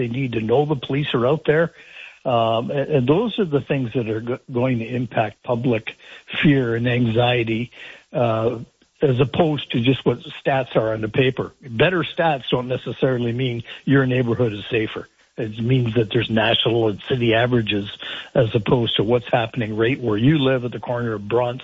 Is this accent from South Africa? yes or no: no; Sault Ste. Marie, Ontario, Canada; or I grew up in Sault Ste. Marie, I didn't hear about Toronto or Ottawa or Edmonton crime.